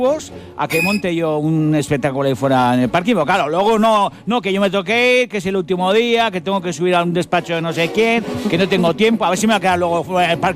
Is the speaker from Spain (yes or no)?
yes; Basque Country, Spain; lo hago por orgullo, lo hago por orgullo, porque soy vasco y a mí no me gana ni Bartolo.